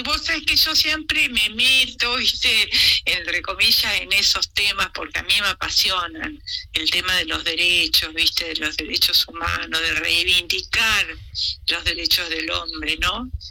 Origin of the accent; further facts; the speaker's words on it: Argentina; Yo represento a la Argentina